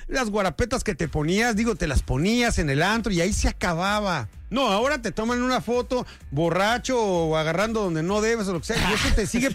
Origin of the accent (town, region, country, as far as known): Mexico